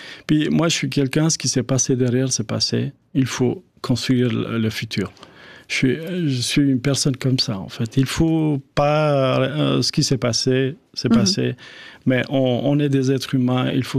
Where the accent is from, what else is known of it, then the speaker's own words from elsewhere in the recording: Kosovo; moved away as an adult; Quand je suis parti du Kosovo, j'avais 18 ans.